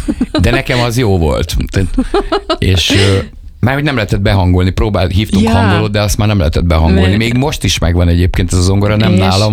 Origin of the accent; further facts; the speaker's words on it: Budapest, Hungary; ahol a Belgrád rakpart, ahol egyébként nagyjából felnőttem, és akkor még ott laktam